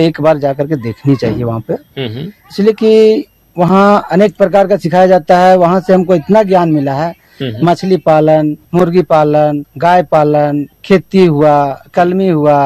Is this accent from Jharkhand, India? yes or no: yes; Chatra district, Jharkhand, India; ग्राम बेलहर, जिला चतरा, पथलगड्डा प्रखंड के रहने वाले हैं।